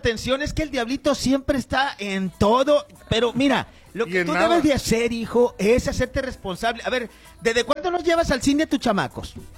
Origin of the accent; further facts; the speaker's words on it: Badiraguato, Sinaloa, Mexico; de mi tierra natal, Badiraguato, Sinaloa.